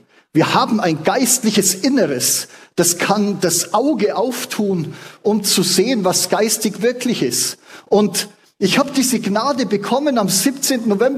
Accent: Bavaria, Germany; früher bin ich bin gebürtiger Allgäuer, auf dem Land aufgewachsen.

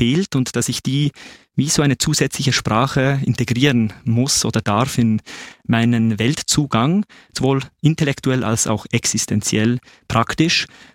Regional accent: Bern, Switzerland; mein zweiter Vorname lässt es schon vermuten. Ich bin auch Finne, konkret also halb Schweizer, halb Finne, in Bern aufgewachsen.

